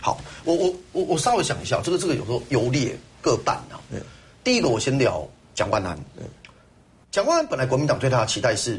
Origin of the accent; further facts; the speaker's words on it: Yingge, New Taipei, Taiwan; moved away as an adult; 我是土生土长的，当时台北县，我是莺歌人，嗯，然后在外地也打拼过，现在回到故乡